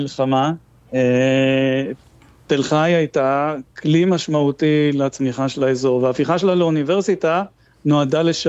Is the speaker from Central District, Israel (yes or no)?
no; Kiryat Shmona, Northern District, Israel; now in Metula, Israel; קודם הייתי מנכ״ל עיריית קריית שמונה, אני בן קריית שמונה ואני גר במטולה, כך שהאזור נמצא אצלי בדם.